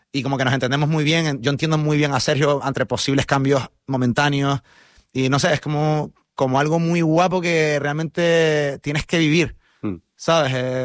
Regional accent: Canary Islands, Spain; Trabajo con un equipo que somos todos canarios

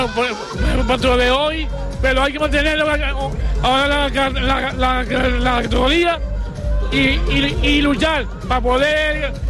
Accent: San Cristóbal de La Laguna, Canary Islands, Spain; born there; Yo soy de aquí, por nací en Punta Hidalgo. Vivo aquí por Punta Hidalgo.

